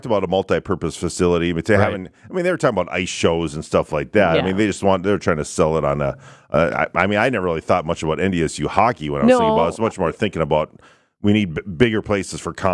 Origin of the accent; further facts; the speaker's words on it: North Dakota, United States; I think I would pull for my home state for sure.